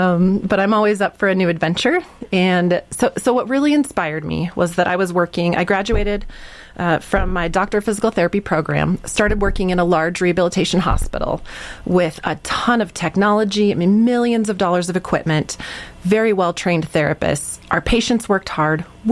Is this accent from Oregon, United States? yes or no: yes; Oregon, United States; So when we moved back to Oregon, I'm originally from Oregon. When we moved back to Oregon, my husband and I talked